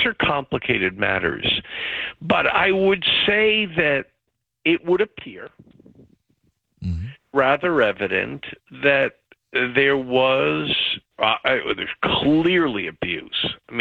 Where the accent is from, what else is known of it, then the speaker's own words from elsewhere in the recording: New York, United States; By the way, I'm from New York. I was born in New York.